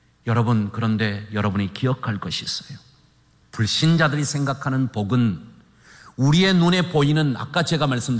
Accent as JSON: {"language": "Korean", "country": "South Korea", "said": "우리는 한국 사람입니다."}